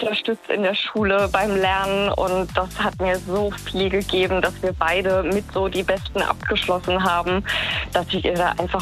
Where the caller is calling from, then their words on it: Baden-Württemberg, Germany; Aus der Nähe von Mannheim.